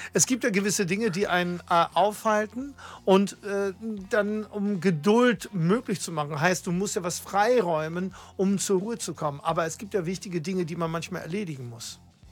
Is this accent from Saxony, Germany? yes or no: no; Hamburg, Germany; born there; Ich bin letztendlich in Hamburg geboren. Und ich bin sehr stolz darauf.